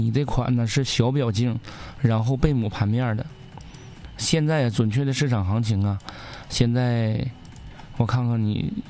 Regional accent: Northeast China, China; 用咱们东北话

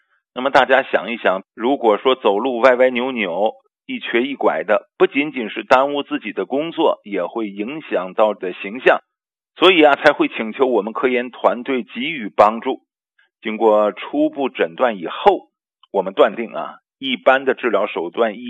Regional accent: China; 因为啊知道我们是中国人，是打中国来的

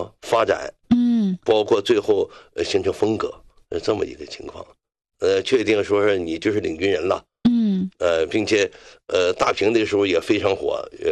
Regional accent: Jilin, China; 我们实际上呢就是黑土地的人呢，就是尤其是啊，从我的家乡流过的是松花江，是吧？母亲河。

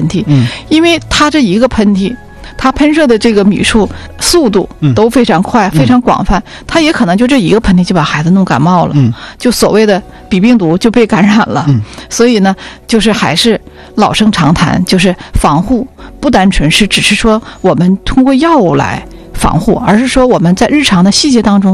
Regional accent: China; 我们中国人有个习俗，就是满月酒啊

